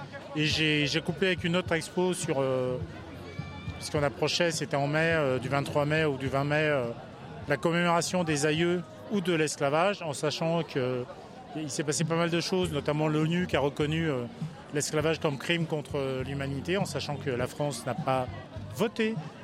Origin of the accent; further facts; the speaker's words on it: Senegal; born there; Donc moi, je suis né au Sénégal. J'y pars pour retrouver un peu les sources la semaine prochaine, le 11 juin, pour rencontrer des Sénégalais aussi, le quartier où je suis né.